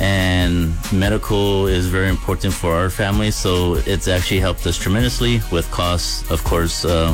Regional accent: Hawaii, United States; moved away; also born or lived in Albuquerque, New Mexico; I was born in Albuquerque and raised in Hawaii.

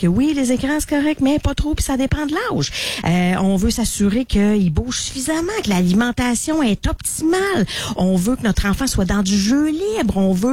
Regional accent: Quebec, Canada; Là, t'sais, hein? On est proche de Montréal, proche de Québec. Ouais, on est entre tout.

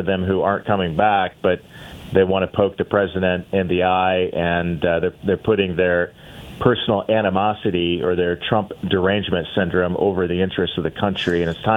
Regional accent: Columbia City, Indiana, United States; the best hometown in America, in Columbia City, small town, Indiana. So much that makes me proud about my hometown.

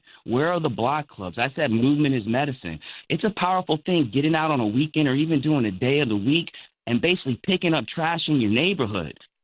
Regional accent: Chicago, Illinois, United States; I grew up in Chicago.

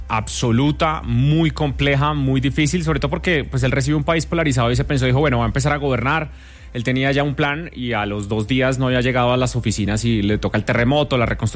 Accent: Colombia; nos pone a nosotros a revisarnos como colombianos

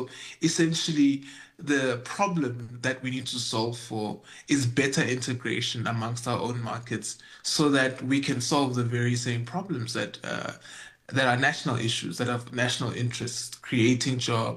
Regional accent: South Africa; We also have, as South African citizens, very valid concerns around how migration continues to impact a number of flashpoints within our society.

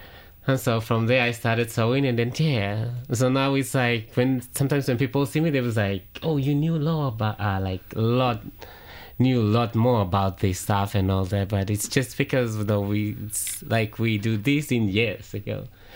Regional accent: Central Province, Papua New Guinea; I am from Central, so I am mixed Motuen and Motu Koitabu. Dad is a Motuen from Hula, and a mom is Central from Motu Koitabu. Dad is also Motu Koitabuen also.

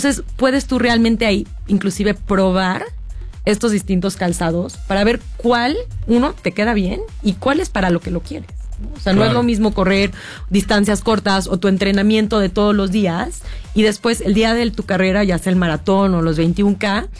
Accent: Mexico City, Mexico; pensándolo como chilanga, ¿no? No tenemos oportunidad las mujeres tantas de salir a correr en la noche. O sea, la seguridad sí o sí sigue siendo un tema en la Ciudad de México.

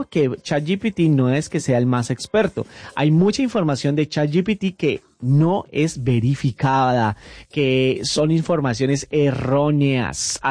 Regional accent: Colombia; soy colombiano

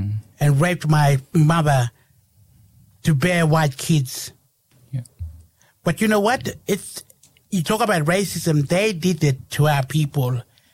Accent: Australia; We are Australian. We're the First Nation, darling.

